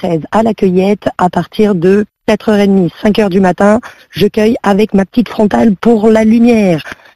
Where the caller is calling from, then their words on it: Carqueiranne, Provence-Alpes-Côte d'Azur, France; de Carqueiran, je suis maraîchère et horticultrice